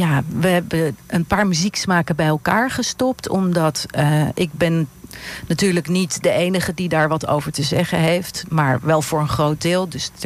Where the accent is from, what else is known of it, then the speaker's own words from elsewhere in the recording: Wiesel, Gelderland, Netherlands; now in Amsterdam, Netherlands; Nou, ik ben opgegroeid in Wiesel. Mm-hmm. Dat heet vroeger Wiesel, nu Wenum-Wiesel. Op landgoed De Ploeg. Dat is een boerderij. En daarna ben ik naar Amsterdam verhuisd.